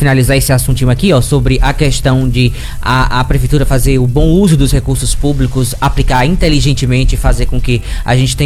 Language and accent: Portuguese; Bahia, Brazil; a gente, por exemplo, vive a vida inteira enquanto baiano